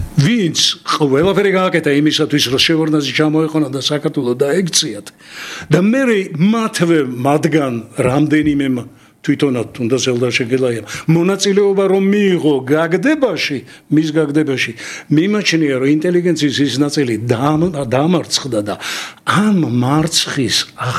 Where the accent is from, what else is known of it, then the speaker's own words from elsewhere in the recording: Tbilisi, Georgia; ძველ თბილისში დავიბადე, მაგრამ რუსთაველზე დავდიოდი კონსერვატორიაზე.